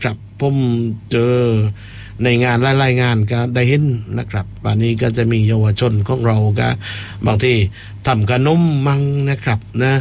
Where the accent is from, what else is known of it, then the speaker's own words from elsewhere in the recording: Phuket, Thailand; ไปภูเก็ตบ้านเรา